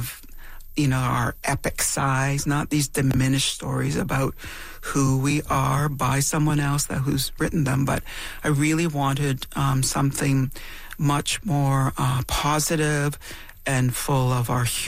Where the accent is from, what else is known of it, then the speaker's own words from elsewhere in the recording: Temagami, Ontario, Canada; When I grew up in Tomogamy, in Northern Ontario